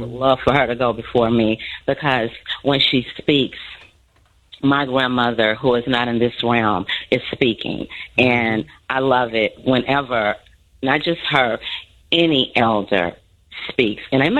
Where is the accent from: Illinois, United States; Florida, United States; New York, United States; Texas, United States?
Illinois, United States; Chicago; also born or lived in Chatham, Chicago / Park Manor, Chicago; I grew up in South Shore and then migrated to Chatham, Park Manor.